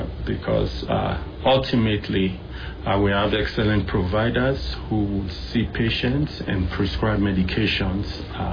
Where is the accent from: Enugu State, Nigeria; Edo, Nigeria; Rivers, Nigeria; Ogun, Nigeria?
Edo, Nigeria; Benin City; born or raised there; moved away as an adult; now in United States